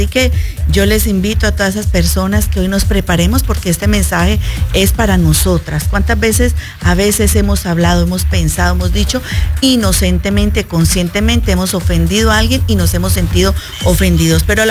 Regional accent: Colombia; now in Miami, United States; yo estoy aquí, soy de Colombia.

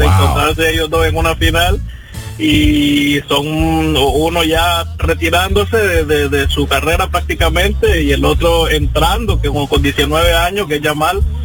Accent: Nicaragua; Yo soy de Nicaragua.

